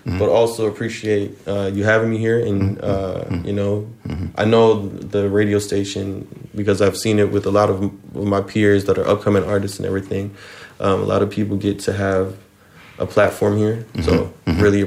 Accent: Mainz, Rhineland-Palatinate, Germany; moved away as an adult; now in Frankfurt, Germany; I grew up in Mainz.

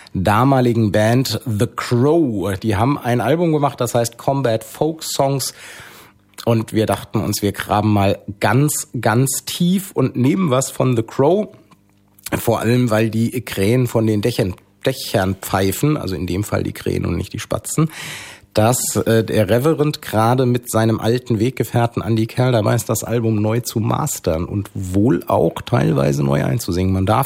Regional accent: Hanau, Hesse, Germany; Ich komme ja aus der Weststadt, also Kesselstadt West.

